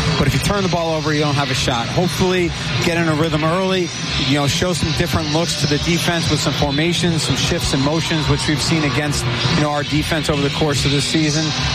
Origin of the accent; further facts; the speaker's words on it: Pennsylvania, United States; Yeah, I'm from Pennsylvania.